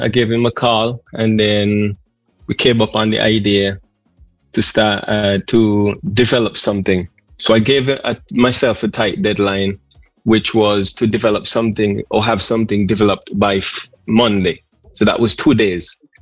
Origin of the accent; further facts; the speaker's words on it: Montserrat; I hail from Carkill originally